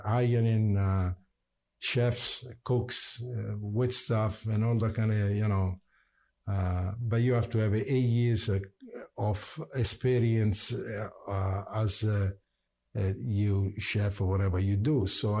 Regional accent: Italy; English is a second language; moved away as an adult; now in United States; But we Italian

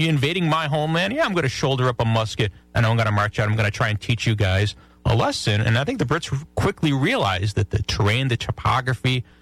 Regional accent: Buffalo, New York, United States; growing up in Buffalo, if you'd have said a good part of my life is gonna be defending the legacy of Francis Marion

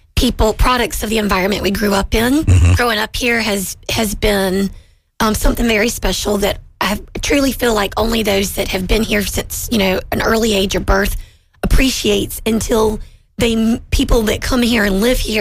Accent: Summerton, South Carolina, United States; born there; From Somerton, South Carolina.

